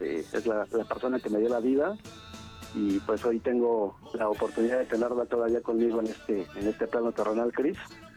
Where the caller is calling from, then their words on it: Ixtapaluca, State of Mexico, Mexico; Acá vivo, ya tengo pues casi 9 años ya viviendo de este lado del Estado de México.